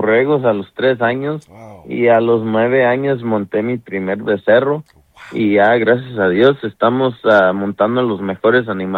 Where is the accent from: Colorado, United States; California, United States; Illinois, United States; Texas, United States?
California, United States; Ah, yo soy de aquí, de California, okay, de Estados Unidos, pero mi papá es de Juchipila, Zacatecas, México.